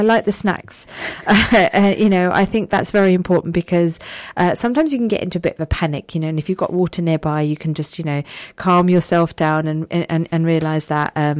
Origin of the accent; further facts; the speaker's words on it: London, United Kingdom; I grew up in London, so whenever I took the train, I was always hopping on and off the trains in different stations.